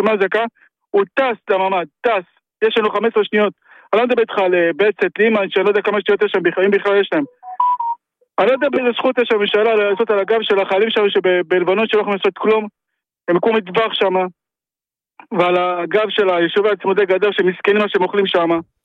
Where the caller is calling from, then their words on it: Nahariya, Northern District, Israel; אני גר בנערי